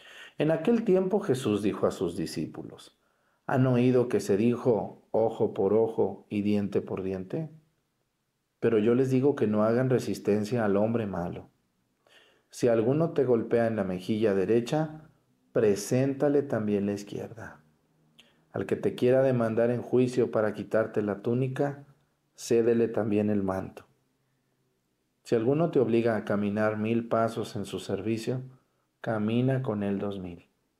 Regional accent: Mexticacán, Jalisco, Mexico; moved away; esas calles de mi pueblo, Mesticacán

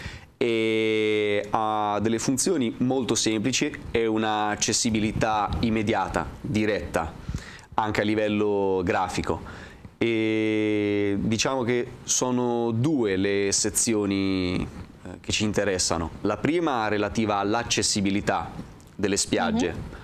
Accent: Falconara Marittima, Marche, Italy; Io sono di Falconara Marittima

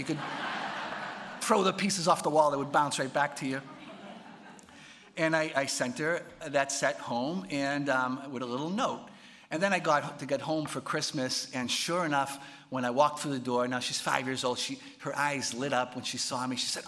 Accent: Boston, Massachusetts, United States; moved away as an adult; also born or lived in Rome; I'm from Boston. I have my mom's there. My brother's there.

